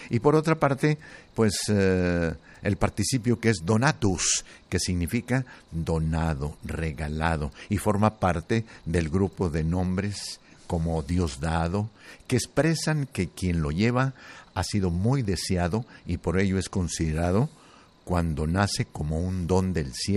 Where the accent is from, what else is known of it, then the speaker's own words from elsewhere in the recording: Tlaltenango, Zacatecas, Mexico; moved away; Yo soy de un pueblo, ya es una ciudad, ya está muy grande, progresista mi pueblo. Se llama Tlaltenango, Zacatecas, pero para los gringos es Tlaltehollywood, Zacatexas.